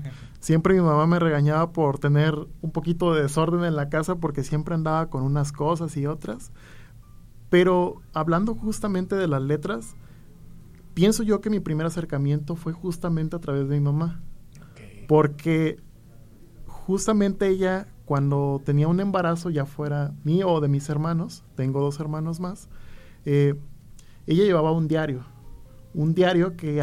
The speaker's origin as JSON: {"language": "Spanish", "town": "Compostela", "region": "Nayarit", "country": "Mexico", "tie": "born or raised there", "said": "yo soy originario de Compostela. Eso. De Compostela, justamente la cabecera. Tengo 25 años"}